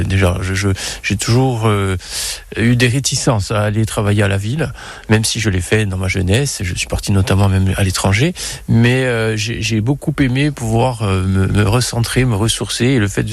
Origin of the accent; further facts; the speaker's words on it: Petreto-Bicchisano, Corsica, France; ça a été mon village d'adoption puisque je suis originaire de Petrito-Béquizade. Et donc, j'ai rencontré mon épouse à Bastia et je me suis installé dans sa région, tout simplement.